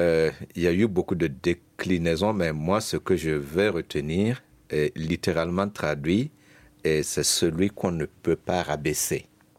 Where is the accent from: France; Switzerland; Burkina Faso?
Burkina Faso; Zorgho, Plateau-Central; Chez moi, à Zorgho, on ne mange pas ceci. Je donne un exemple simple. Moi, je suis de Zorgho